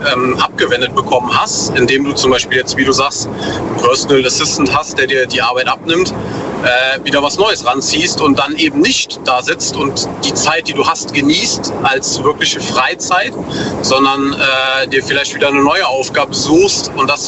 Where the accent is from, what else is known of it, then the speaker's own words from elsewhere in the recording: North Rhine-Westphalia, Germany; Aus der Eifel. NRW